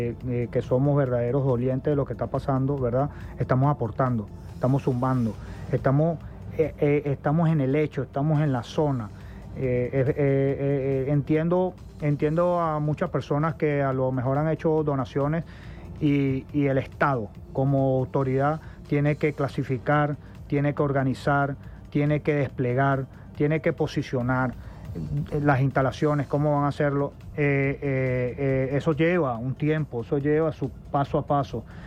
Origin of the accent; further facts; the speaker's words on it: Venezuela; El mismo sentir tuyo es el mismo sentir mío, es el mismo sentir de todos, porque somos venezolanos.